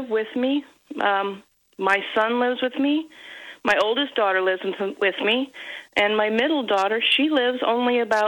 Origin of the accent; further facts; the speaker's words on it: Iowa City, Iowa, United States; moved away as an adult; now in Missouri, United States; I was born in Iowa City, Iowa, a long time ago. And then I moved to Missouri in, 2005.